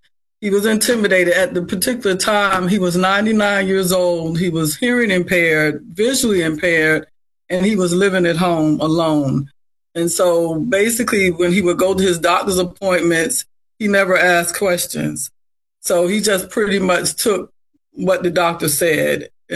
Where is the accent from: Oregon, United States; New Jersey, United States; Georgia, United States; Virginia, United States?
Virginia, United States; Virginia Beach; Okay, well, I grew up in Virginia Beach area.